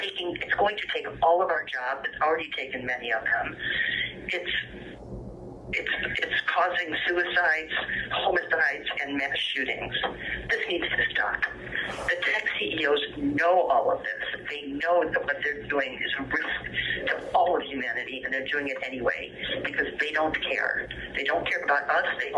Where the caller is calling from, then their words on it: San Francisco, California, United States; I'm speaking from San Francisco County Jail.